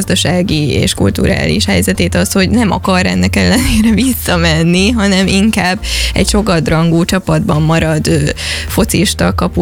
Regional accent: Szada, Pest, Hungary; born or raised there

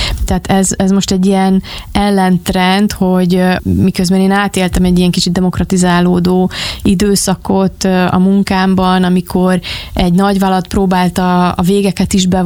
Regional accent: Hungary; moved away as an adult; also born or lived in Philippines; Itthon vagyok, de nem itthon dolgozok. Tehát hazaköltöztünk a Fülöp-szigetekről

